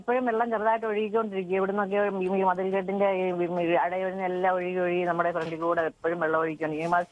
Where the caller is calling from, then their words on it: Muvattupuzha, Kerala, India; Muvattupuzha